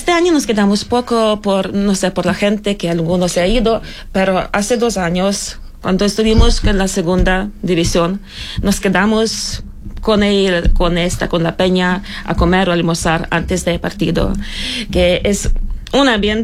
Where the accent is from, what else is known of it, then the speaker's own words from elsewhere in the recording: Ukraine; moved away; somos ucranianos toda la vida